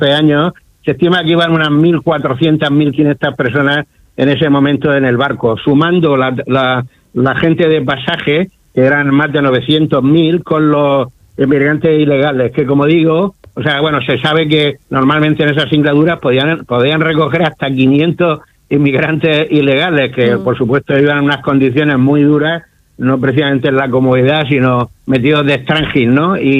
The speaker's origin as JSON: {"language": "Spanish", "country": "Spain", "said": "los gallegos, que somos los españoles"}